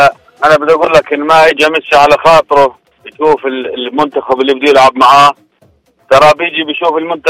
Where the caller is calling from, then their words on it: United Arab Emirates; أنا منحضرك من الإمارات كل يوم